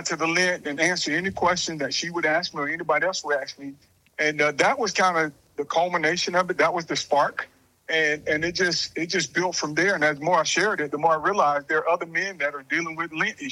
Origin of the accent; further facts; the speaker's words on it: Vidalia, Georgia, United States; I'm from Georgia. Place called Vidalia, yeah. Sweet Onions.